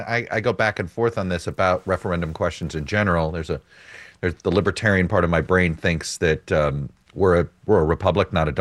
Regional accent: Florida, United States; you want to talk about in my home state of Florida, the question wordings are so long

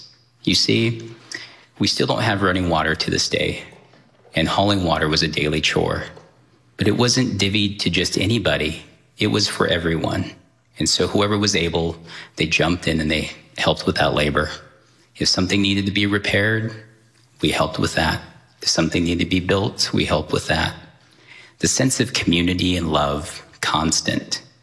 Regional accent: United States; moved away; Growing up on the reservation, my grandparents who raised me

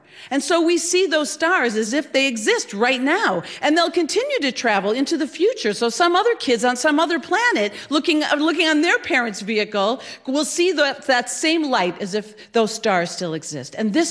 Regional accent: Wisconsin, United States; now in Long Island, United States; I grew up in Wisconsin. I live on Long Island.

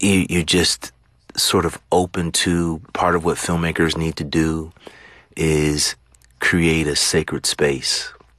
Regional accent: California, United States; my father lived in New York, and I was growing up in California.

